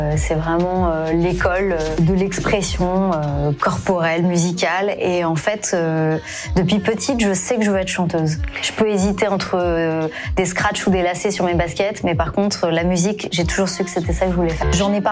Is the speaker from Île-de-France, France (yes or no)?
yes; Paris, Île-de-France, France; c'est toute mon enfance ici au Centre du Marais.